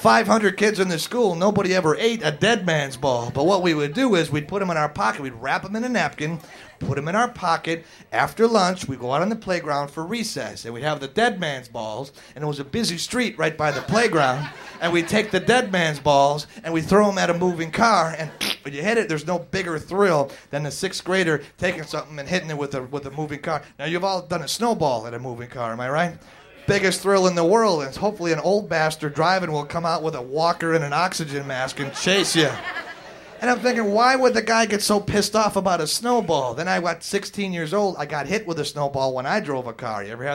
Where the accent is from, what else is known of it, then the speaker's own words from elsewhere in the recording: Wisconsin, United States; where I grew up in Wisconsin, we had the worst school lunches in America.